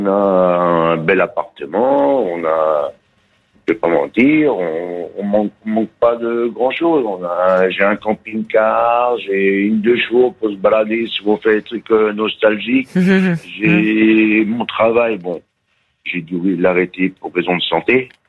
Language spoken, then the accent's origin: French; Pays de la Loire, France; Donc, transport en hélicoptère à un hôpital spécialisé, bon, je suis de Loire-Atlantique, spécialisé.